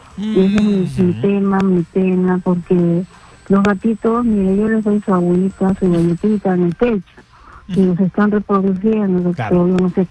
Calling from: Ventanilla, Callao, Peru; yo vivo en Ventanilla, Pachacute

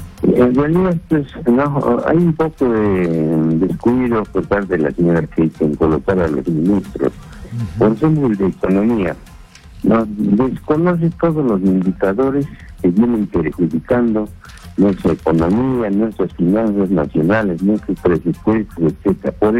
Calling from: Ayacucho, Peru; De Ayacucho

